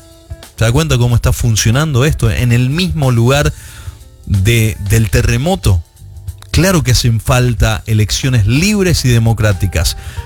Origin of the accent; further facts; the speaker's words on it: Argentina; yo soy argentino